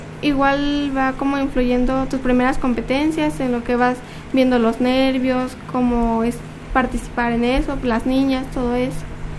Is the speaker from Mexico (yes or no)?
yes; Contla, Tlaxcala, Mexico; Tengo 15 años, soy de aquí de Tlaxcala, del municipio de Contla